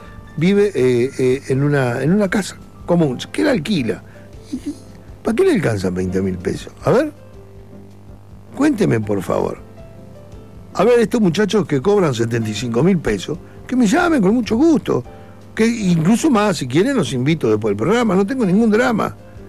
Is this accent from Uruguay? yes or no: yes; Uruguay; also born or lived in Argentina; soy un ciudadano uruguayo también. Y tengo 80 años.